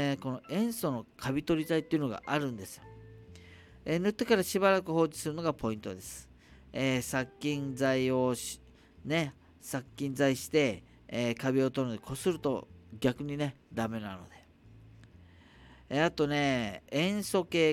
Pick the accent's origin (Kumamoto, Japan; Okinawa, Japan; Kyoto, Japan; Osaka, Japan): Okinawa, Japan; Nago; moved away as an adult; also born or lived in Tokyo; 僕生まれも育ちも名護中ね、名護生まれ名護育ちの、もう名護 で生まれ育ってね、こう体が全部名護魂になってるものですが、高校卒業して東京行って関東で生活した時に